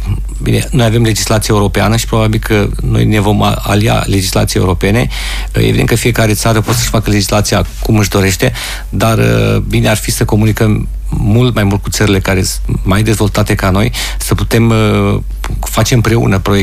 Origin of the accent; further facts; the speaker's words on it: Romania; eu, ca român, cu toate că sunt naturalizat francez